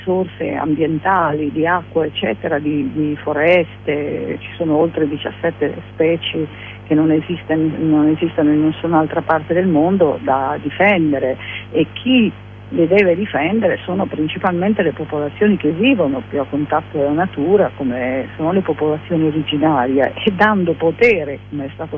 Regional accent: Liguria, Italy; io sono della Liguria, del Ponente Ligure

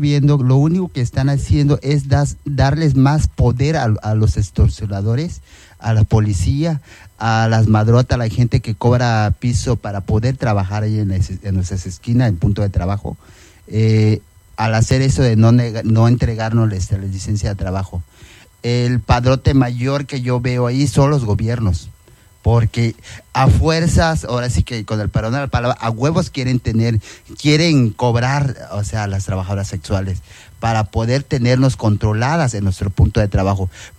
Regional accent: Xochistlahuaca, Guerrero, Mexico; soy una mujer indígena, vengo del estado de Guerrero, la Costa Chica. Mi pueblito se llama Sulha Namuzgo y en español es sochisclauca.

